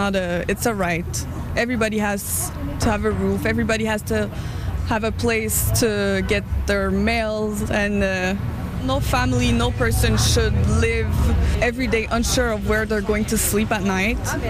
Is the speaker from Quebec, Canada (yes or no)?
yes; Montreal, Quebec, Canada; 26 years old, mom of three kids. I'm from Montreal.